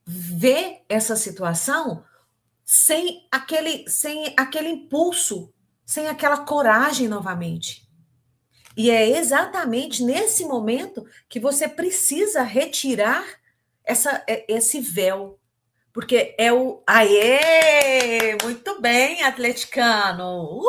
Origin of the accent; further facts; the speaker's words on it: Minas Gerais, Brazil; eu sou mineira